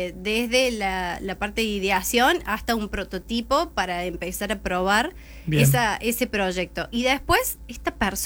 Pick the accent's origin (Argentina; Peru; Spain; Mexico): Argentina; somos argentinos